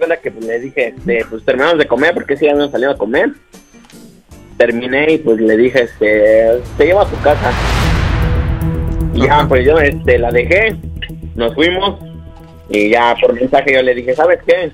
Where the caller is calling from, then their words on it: Mexico City, Mexico; Tengo 20 años y aquí estoy de la Ciudad de México.